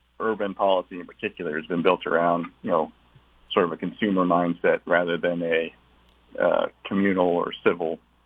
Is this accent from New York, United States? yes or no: no; Texas, United States; But, you know, I'm from Texas.